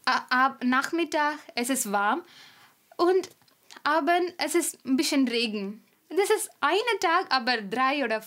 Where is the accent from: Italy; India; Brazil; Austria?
India; German is a second language; moved away as an adult; now in Oberursel, Germany; Ich bin 26 Jahre alt. Ich komme aus Indien. Ich arbeite Krankenschwester als Beruf. Ich bin seit 3 Monaten in Deutschland.